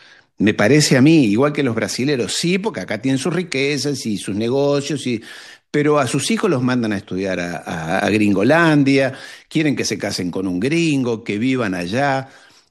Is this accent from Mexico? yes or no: no; Uruguay; como uruguayo que soy.